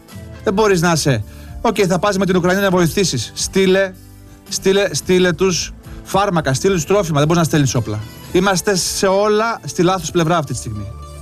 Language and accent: Greek; Northern Greece, Greece; Επειδή εγώ είμαι από τη Βόρεια Ελλάδα, ξέρω πόσο καλό μας έκανε σαν Έλληνες.